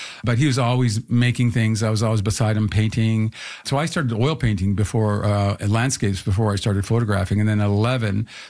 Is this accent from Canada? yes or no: yes; St. Catharines, Ontario, Canada; Well, when I was there, my father worked in the engine block and also doing some welding as well.